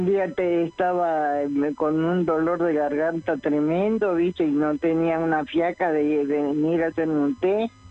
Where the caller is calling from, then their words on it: Merlo, Buenos Aires Province, Argentina; de Merlo.